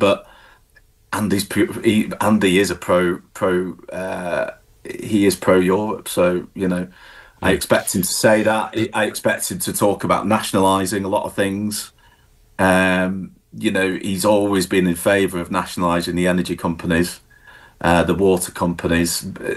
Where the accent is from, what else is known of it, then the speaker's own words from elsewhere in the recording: St Helens, North West England, United Kingdom; I'm from St Helens, that's where I grew up, which is kind of next door.